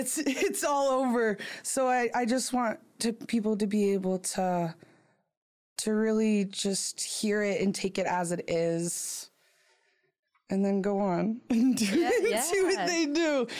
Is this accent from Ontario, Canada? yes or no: no; Prince George, British Columbia, Canada; moved away as an adult; also born or lived in Nanaimo; I'm from Prince George, Tsleil-Waututh'en Nation.